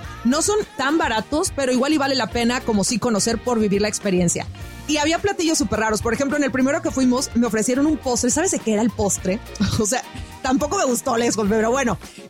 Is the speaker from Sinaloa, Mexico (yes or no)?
yes; Mazatlán, Sinaloa, Mexico; yo que soy sinaloense, mazatlequeto, me supo como a camarón seco.